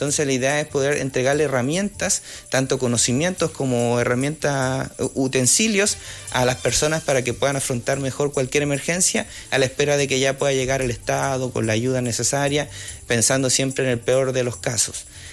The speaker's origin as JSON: {"language": "Spanish", "country": "Chile"}